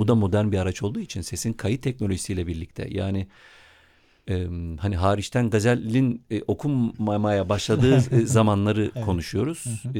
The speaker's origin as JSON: {"language": "Turkish", "region": "Siirt Province", "country": "Turkey", "said": "Bir Siirtli olarak"}